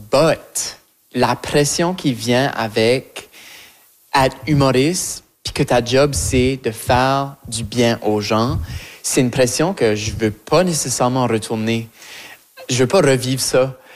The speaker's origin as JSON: {"language": "French", "region": "Acadia", "country": "Canada", "accent": "Acadian", "said": "que mon acadienté se manifeste à travers cette voix-là. Même si que mon accent change, puis mon vocabulaire évolue, puis mes expériences québécoises, montréalaises ajoutent à cette sauce-là"}